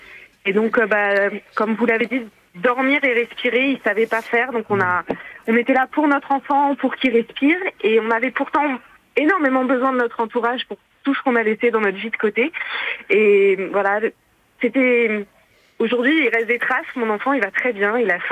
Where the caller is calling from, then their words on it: Île-de-France, France; à côté de Paris.